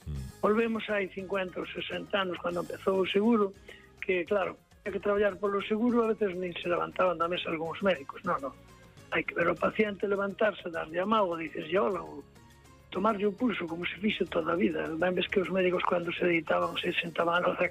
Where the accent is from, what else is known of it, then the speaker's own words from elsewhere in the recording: Santiago de Compostela, Galicia, Spain; Bueno, criei-me ali. Eu criei-me no Carmen de Abaixo, o sea, que era de Galeras, en Santiago.